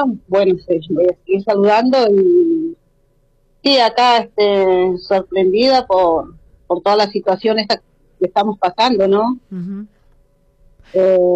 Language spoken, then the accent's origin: Spanish; El Bolsón, Río Negro, Argentina